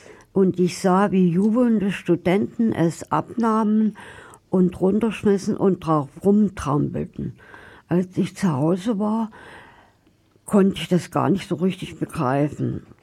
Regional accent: Halle, Saxony-Anhalt, Germany; Meine Heimatstadt Halle war im Krieg völlig zerstört. Am Rande von Halle wohnte meine Oma in einem kleinen Reihenhaus.

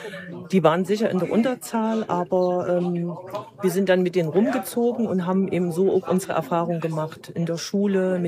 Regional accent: Weimar, Thuringia, Germany; ich bin aus Weimar.

